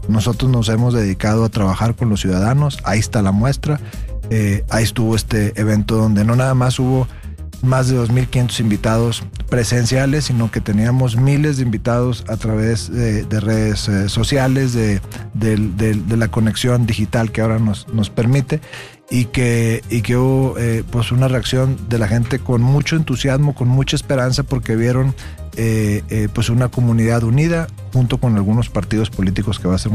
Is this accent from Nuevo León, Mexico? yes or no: yes; Nuevo León, Mexico; born there; hay mucha gente que nacimos en Nuevo León